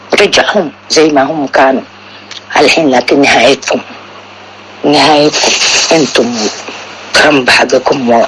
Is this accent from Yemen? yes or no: yes; Yemen; احنا أحرار يمنيين أحرار